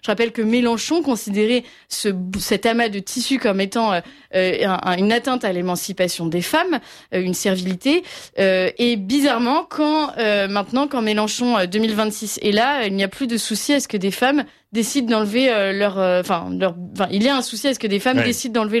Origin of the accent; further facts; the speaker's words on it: France; accent: French; Vous verrez mon accent français, oui.